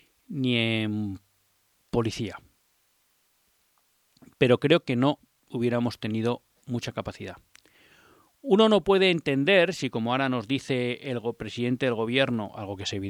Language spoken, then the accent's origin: Spanish; Spain; lo que a uno le sorprende como español